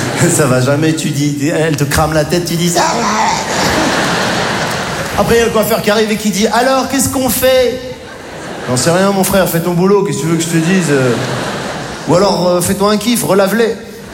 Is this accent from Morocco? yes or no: yes; Morocco